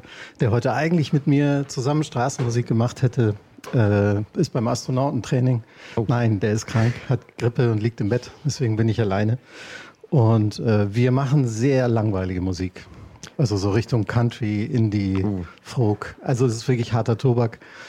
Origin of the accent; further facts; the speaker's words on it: Haselünne, Lower Saxony, Germany; da wo ich aufgewachsen bin, in Haselünne, das ist im Norden Deutschlands, im Emsland, fast an der Nordsee